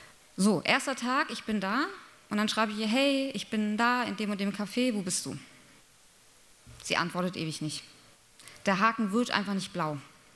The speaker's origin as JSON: {"language": "German", "region": "Baden-Württemberg", "country": "Germany", "said": "Ich besuchte im Juli meine Heimatstadt. Ich komme aus einem kleinen schwäbischen Städtchen. Mit einem ganz schlimmen Bürgermeister."}